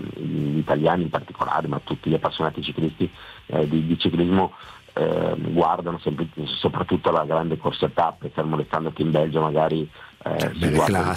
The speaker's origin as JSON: {"language": "Italian", "region": "Lombardy", "country": "Italy"}